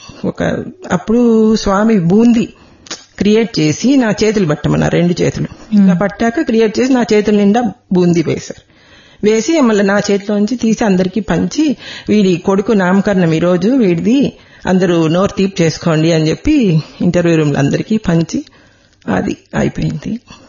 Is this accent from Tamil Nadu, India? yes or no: yes; Katpadi, Tamil Nadu, India; born there; నేను కూడా అక్కడే పుట్టాను కాట్పాడిలో ఉన్నప్పుడు 65.